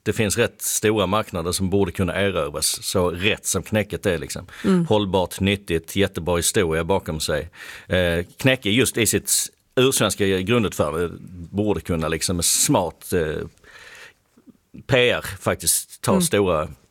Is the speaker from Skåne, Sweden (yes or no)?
yes; Skåne, Sweden; Jag kommer från Skåne, så det är egentligen inte knäckeland så, men hela Sverige är ju faktiskt ett knäckeland via våra skolmatsalar